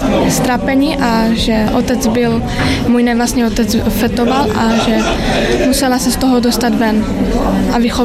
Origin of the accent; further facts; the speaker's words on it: Ostrava, Moravian-Silesian Region, Czechia; som z Ostravy.